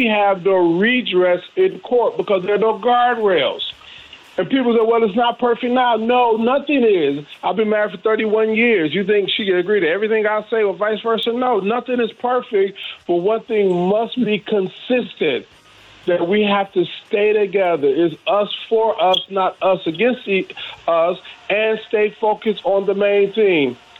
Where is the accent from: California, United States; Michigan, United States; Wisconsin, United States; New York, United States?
Michigan, United States; Detroit; now in Mississippi, United States; And although I'm from Detroit, but I live in Mississippi, he will always call me Mississippi.